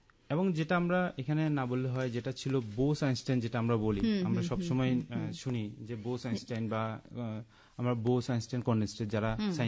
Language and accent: Bangla; India; এটা কিন্তু আমাদের জন্য বা আমরা ভারতীয় হিসাবে বিশাল গৌরবের বিষয়।